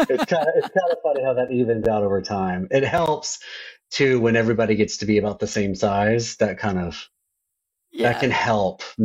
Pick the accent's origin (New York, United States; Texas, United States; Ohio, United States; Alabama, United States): Texas, United States; Houston; moved away as an adult; also born or lived in Louisville; now in Nashville, United States; my dad moved us to the Houston, Texas area for his job. And so, yeah, I grew up in Houston until my early 30s. And then I moved back to Louisville, Kentucky